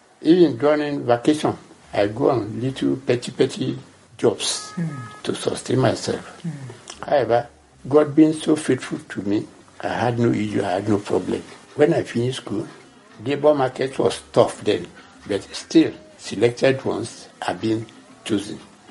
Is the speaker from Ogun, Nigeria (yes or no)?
yes; Ogiri, Ogun, Nigeria; born there; I was born in Ogiri, Remo, Ekene local government of Ogun State.